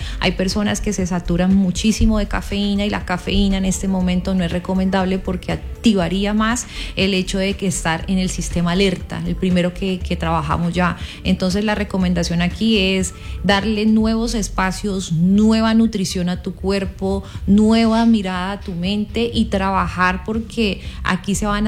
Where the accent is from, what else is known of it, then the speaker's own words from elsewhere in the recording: Cali, Valle del Cauca, Colombia; Soy una caleña amando mi ciudad, amando mi Colombia